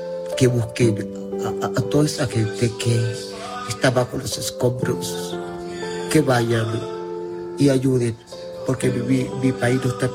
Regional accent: Venezuela; Yo le pido al mundo que ayude a mi país, a los venezolanos.

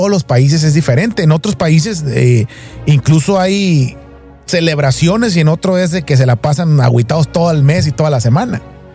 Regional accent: Mexico; moved away; en nuestro país, en cada parte, por ejemplo, al menos en México

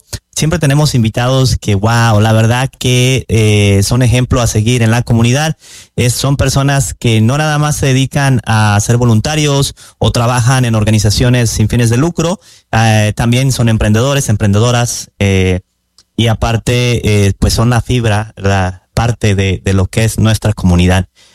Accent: Colima, Mexico; moved away; yo soy su servidor de Colima, donde decimos mi casa es tu casa y en Colima todos somos familia.

